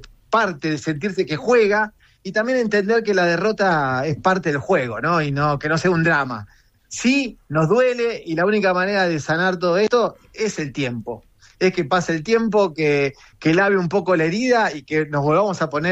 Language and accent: Spanish; Argentina; tiene que ver mucho con lo que somos como argentinos, nuestro gen competitivo